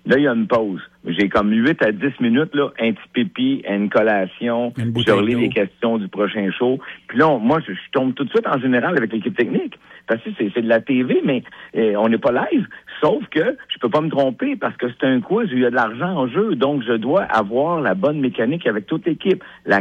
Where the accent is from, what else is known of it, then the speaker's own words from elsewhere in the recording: Sainte-Clotilde, Quebec, Canada; also born or lived in Montreal; Je suis né à Montréal, tu sais, mais Sainte-Clotilde, en fait. Ma première maison, première demeure à Sainte-Clotilde.